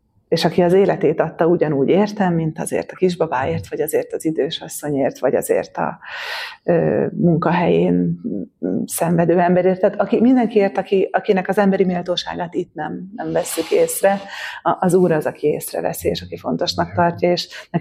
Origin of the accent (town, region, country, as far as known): Zakarpattia Oblast, Ukraine